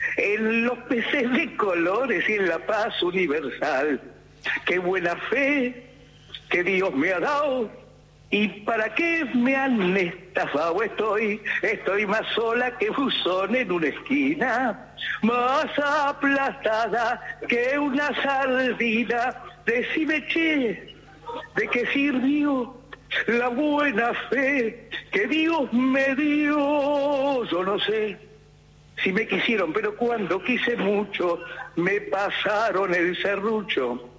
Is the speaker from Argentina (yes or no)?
yes; Buenos Aires, Argentina; Yo nací en Avellaneda 373, en el Sanatorio del Carmen, donde hoy hay un hotel.